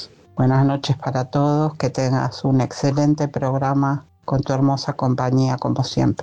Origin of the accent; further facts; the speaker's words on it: Buenos Aires, Argentina; born there; de Villa del Parque.